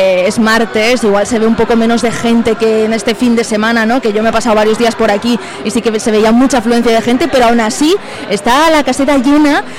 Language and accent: Spanish; Málaga, Andalusia, Spain; yo soy de Málaga también, a mí me tira un poco la tierra en este sentido